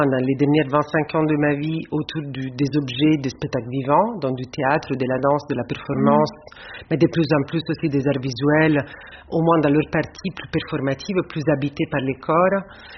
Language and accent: French; Rome, Lazio, Italy; Moi, j'ai grandi à Rome.